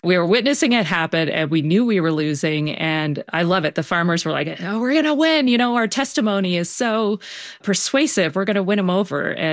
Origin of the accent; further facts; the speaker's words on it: East, United States; now in Durango, United States; he's from Minnesota and I'm from the East.